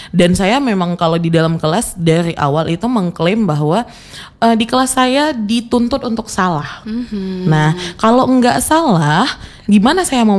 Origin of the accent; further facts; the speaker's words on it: Aceh, Indonesia; kita orang Aceh